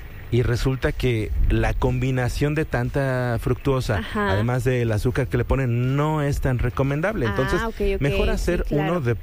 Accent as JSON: {"language": "Spanish", "country": "Mexico", "said": "nos distingue como mexicanos"}